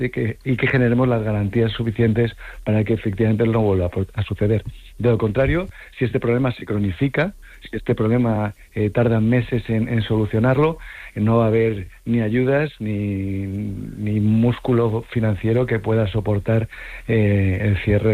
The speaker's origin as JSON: {"language": "Spanish", "town": "Madrid", "region": "Community of Madrid", "country": "Spain", "lives_now": "Ceuta, Spain", "said": "Pues para mí es francamente fácil, porque yo soy madrileño, yo conocí Ceuta cuando en el año 2001 y me quedé profundamente enamorado."}